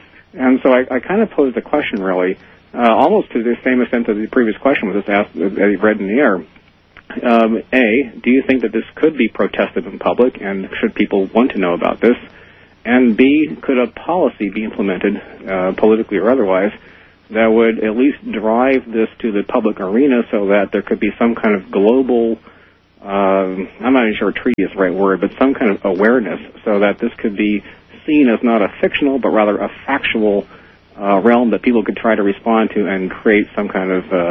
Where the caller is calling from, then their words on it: Berkeley, California, United States; I'm calling from Berkeley, California.